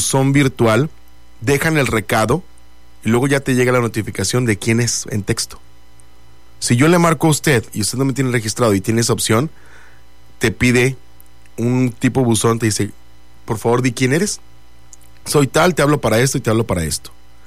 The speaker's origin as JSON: {"language": "Spanish", "country": "Mexico", "said": "Somos mexicanos"}